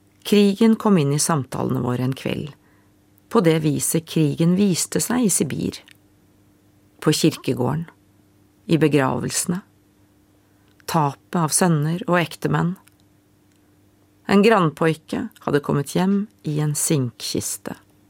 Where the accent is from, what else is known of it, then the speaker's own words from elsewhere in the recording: Norway; accent: Norwegian; Swedish is a second language; Och min norska accent ville avslöra min utländighet.